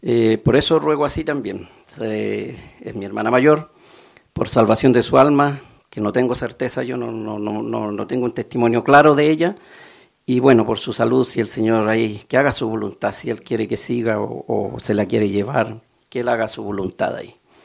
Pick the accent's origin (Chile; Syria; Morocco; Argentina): Chile; Uno como chileno sabe cómo son los terremotos